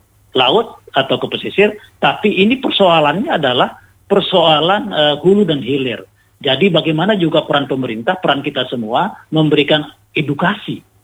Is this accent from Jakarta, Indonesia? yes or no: no; West Nusa Tenggara, Indonesia; teman-teman di kampung saya menangkap ikan di sekitar perairan Labuan Haji Tanjung Luar